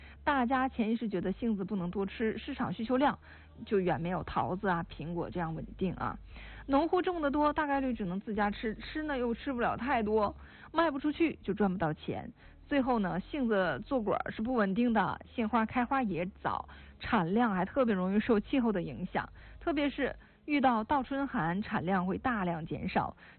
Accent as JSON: {"language": "Chinese", "town": "Taonan", "region": "Jilin", "country": "China", "tie": "born or raised there", "said": "反正在我的家乡呀，洮南它是种杏的"}